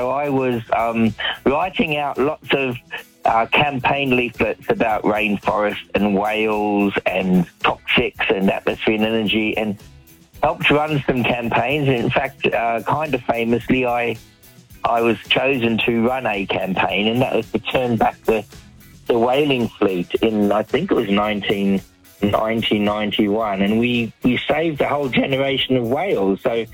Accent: Australia; moved away as an adult; also born or lived in England; now in London, United Kingdom; I was born in England, not in 1991, obviously, but then I grew up in Australia from the age of three. And 1991, I came back to England from Australia.

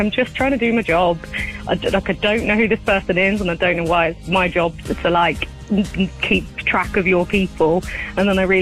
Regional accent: South West England, United Kingdom; He lived in Devon. And I was like, oh, I'm from Devon.

